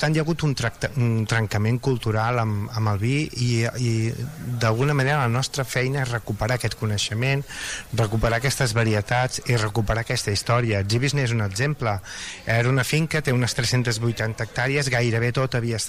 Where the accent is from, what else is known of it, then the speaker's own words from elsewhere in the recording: Catalonia, Spain; soc, el meu pare era andalús i jo estic aquí i ja soc un català més, no?